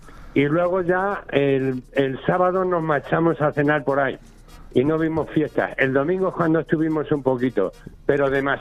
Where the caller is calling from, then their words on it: Torrejoncillo, Extremadura, Spain; Buenos días … de Torrejoncillo.